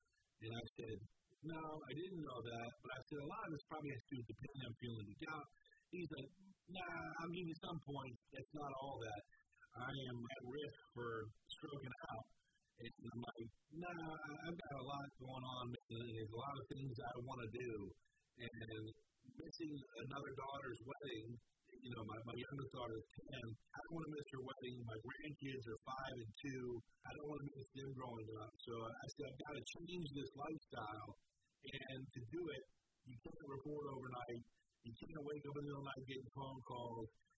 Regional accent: Richmond, Virginia, United States; born or raised there

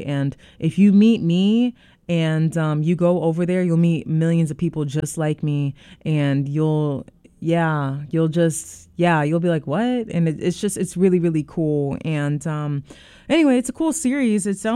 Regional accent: Germany; moved away; I'm from Germany

